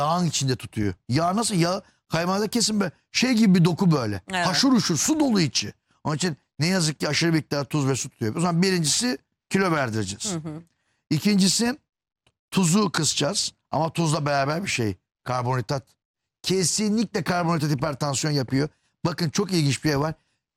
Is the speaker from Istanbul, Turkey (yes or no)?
no; İzmir, Turkey; Evet İzmirliyim.